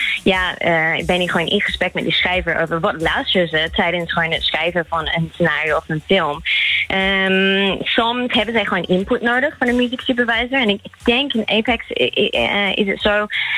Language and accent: Dutch; Australia; Dutch is a second language; Nee, ik kom uit Australië.